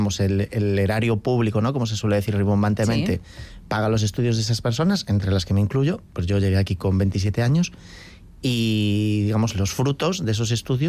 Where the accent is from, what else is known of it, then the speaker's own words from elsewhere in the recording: Galicia, Spain; moved away; soy un gallego raro